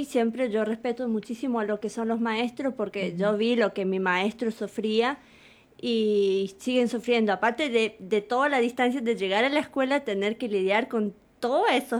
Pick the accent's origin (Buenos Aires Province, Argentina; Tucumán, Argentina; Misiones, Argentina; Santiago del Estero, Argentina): Misiones, Argentina; Colonia Aurora; para mí igual fue un privilegio haber nacido ahí, porque hoy en día soy bilingüe, bueno, estoy con inglés, entonces sería trilingüe.